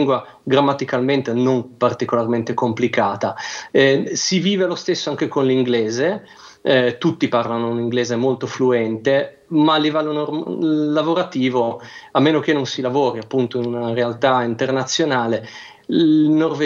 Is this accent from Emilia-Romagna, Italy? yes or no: no; Genoa, Liguria, Italy; moved away as an adult; now in Norway; E se poi genovesi ci conosciamo molto